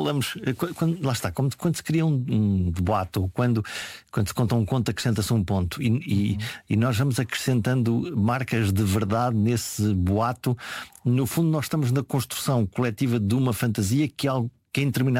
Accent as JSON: {"language": "Portuguese", "region": "Norte", "country": "Portugal", "tie": "born or raised there", "said": "eu lembro-me da minha aldeia no Alto Minho"}